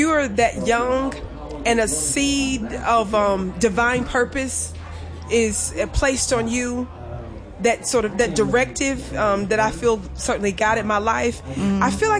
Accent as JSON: {"language": "English", "region": "Mississippi", "country": "United States", "tie": "born or raised there", "said": "I was born and raised in Mississippi."}